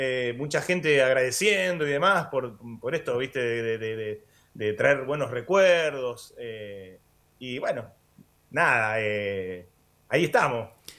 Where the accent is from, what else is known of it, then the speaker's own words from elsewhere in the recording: Argentina; De hecho, todos piensan que soy de Buenos Aires, y no lo soy, de Buenos Aires soy del interior, igual que ustedes.